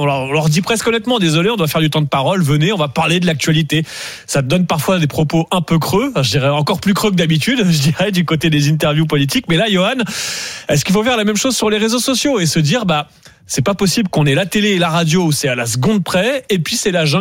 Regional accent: France; En France, on a en effet, on est français, on est comme ça, on a plus de courants, d'idées.

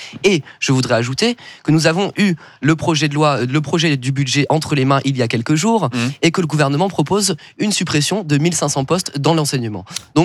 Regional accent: Marseille, Provence-Alpes-Côte d'Azur, France; moi je viens de Marseille, donc le temps que je rentre chez moi, je serai évidemment dans la rue

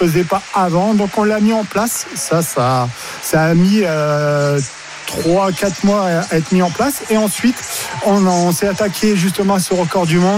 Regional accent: Hauts-de-France, France; Ah, oui, bah, vous savez, nous sommes du Nord, donc.

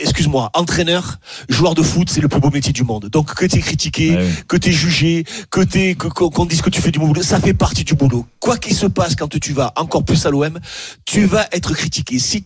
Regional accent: Italy; Non, vous êtes dur avec moi parce que je suis italien.

